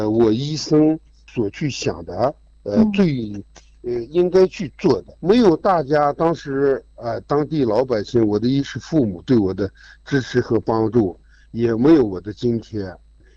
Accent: Bayannur, Inner Mongolia, China; 作为一个巴彦淖尔市土生土长的农民

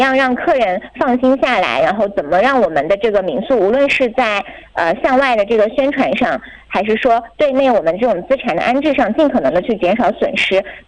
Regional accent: Inner Mongolia, China; 那其实我本身是出生在城市里的，但是小的时候其实是生长在草原上的，本身是一个蒙古族女孩

